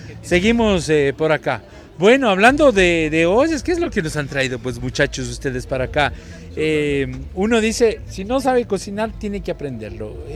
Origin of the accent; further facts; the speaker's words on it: Ecuador; nosotros somos bien golosos, los ecuatorianos como tal somos golosos, sobre todo los quiteños, ambateños